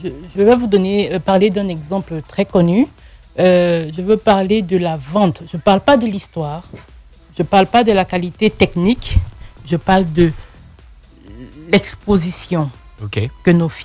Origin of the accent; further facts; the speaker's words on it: Côte d’Ivoire; je sais que je suis ivoirienne